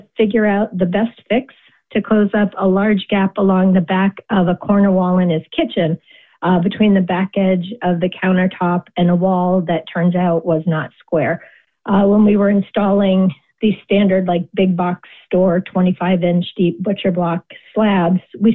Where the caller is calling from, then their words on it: East Lyme, Connecticut, United States; I'm calling from East Lyme, Connecticut.